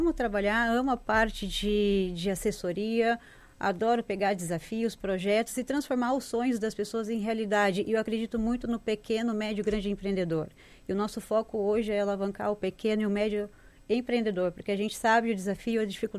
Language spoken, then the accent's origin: Portuguese; São Paulo, Brazil; now in Santa Catarina, Brazil; Porque quando a gente vem de São Paulo, vem de fora, a gente vem com uma cultura totalmente diferente.